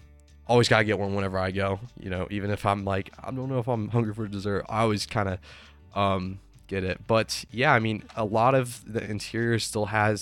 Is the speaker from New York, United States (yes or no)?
no; Fort Collins, Colorado, United States; I'm from Fort Collins or whatever.